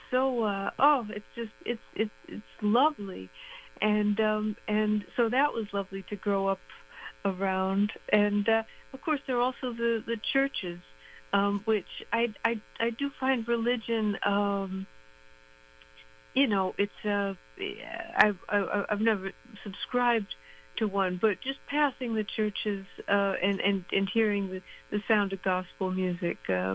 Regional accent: New York, United States; also born or lived in London, England; Oh, well, I didn't grow up in London. I came here very early. So I was mostly in Harlem with my mother as a child, and that was, it was during the crack boom.

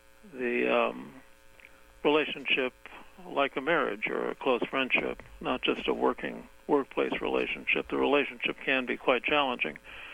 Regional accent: United States; also born or lived in England; None of that seemed to affect the relationship with me, the visiting American.

